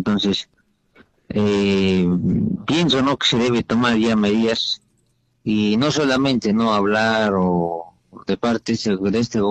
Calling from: Tacna, Peru

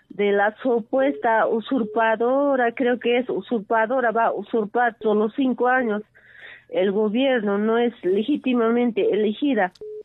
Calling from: Ayaviri, Puno, Peru

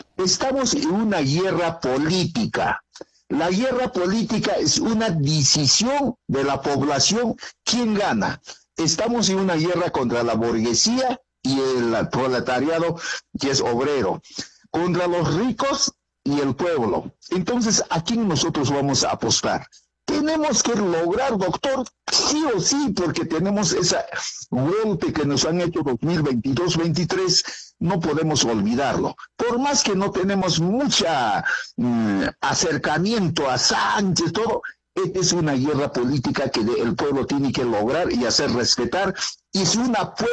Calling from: Puno, Peru; de un parte de la región de Puno

